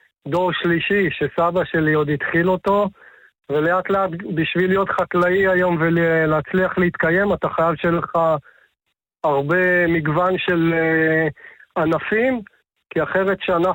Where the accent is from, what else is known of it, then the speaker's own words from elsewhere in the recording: Kfar Yehoshua, Northern District, Israel; אני נשוי עם 4 ילדים, נולדתי וגדלתי בכפר יהושע.